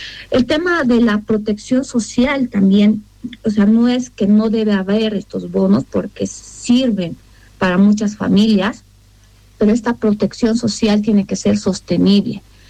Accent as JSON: {"language": "Spanish", "country": "Bolivia", "said": "funcionamos como bolivianos"}